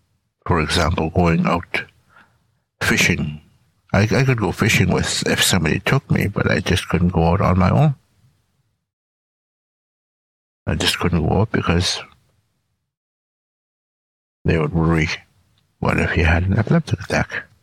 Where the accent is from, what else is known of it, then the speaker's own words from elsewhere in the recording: Garden Hill First Nation, Manitoba, Canada; I'm from Garden Hill First Nation in Manitoba. Garden Hill is approximately 600 kilometers north of Winnipeg. I grew up over there, and I moved around at times.